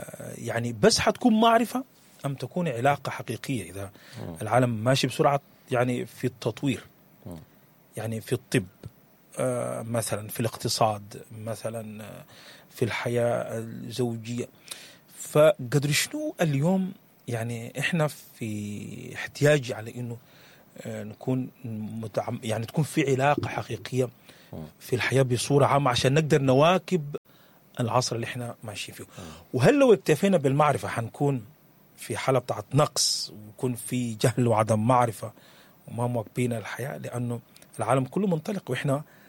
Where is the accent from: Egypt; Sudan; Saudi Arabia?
Sudan; وإحنا عارفين الحاجة دي كسودانيين